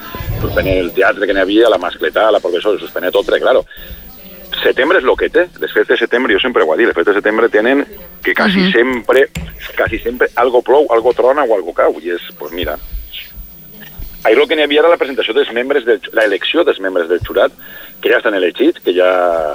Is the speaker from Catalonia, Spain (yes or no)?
no; Benaguasil, Valencian Community, Spain; vaig al meu poble, que són festes, i m'entra una sensació molt rara, perquè quan tu vas per la carretera per l'OV35 i te'n vas per i tal, i baixes, veus Benaguasil al fondo